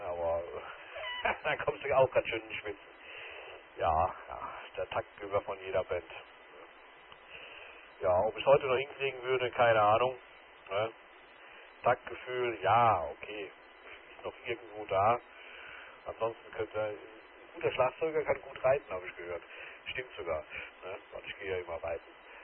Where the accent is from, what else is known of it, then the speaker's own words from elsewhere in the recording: Mannheim, Baden-Württemberg, Germany; born there; da war ich noch in Mannheim, in meiner Geburtsstadt.